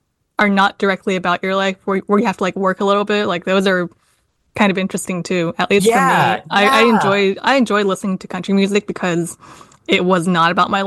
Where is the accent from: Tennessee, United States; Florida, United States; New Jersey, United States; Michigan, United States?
Tennessee, United States; Knoxville; I am also from Knoxville. I grew up in the same area as you did. We went to the same high school several years apart.